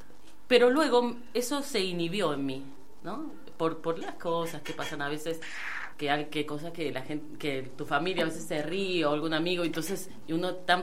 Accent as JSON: {"language": "Spanish", "region": "Mendoza", "country": "Argentina", "tie": "born or raised there", "lives_now": "Godoy Cruz, Argentina", "said": "Y bueno, entonces yo, si bien nací aquí en Mendoza, en Ciudad de Mendoza, he vivido por muchos departamentos y siempre fui nómade, ¿no?"}